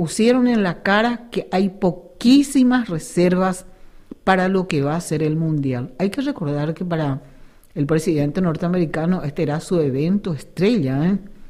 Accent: Paraguay; Orgullosa como mujer y orgullosa también como paraguaya

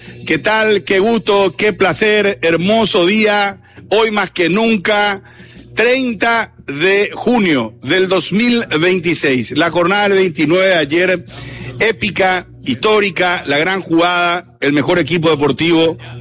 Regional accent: Paraguay

